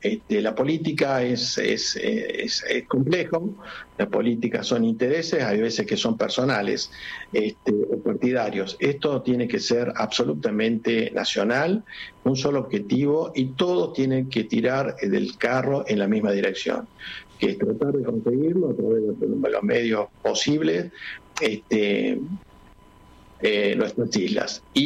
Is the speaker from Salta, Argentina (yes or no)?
yes; Salta, Argentina; now in Córdoba, Argentina